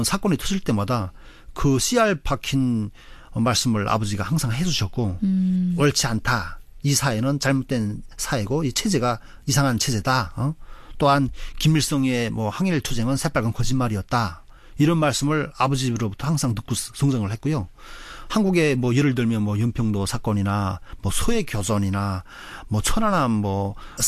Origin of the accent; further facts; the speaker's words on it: North Korea; moved away as an adult; now in South Korea; 북한에 있을 때 탈북을 준비하면서는